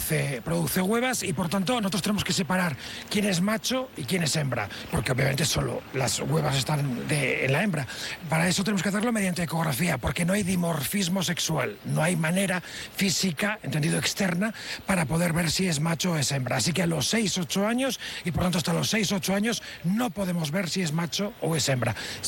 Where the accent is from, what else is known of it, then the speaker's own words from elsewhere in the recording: Lugo, Galicia, Spain; now in Granada, Spain; Los que somos del norte, yo soy de Lugo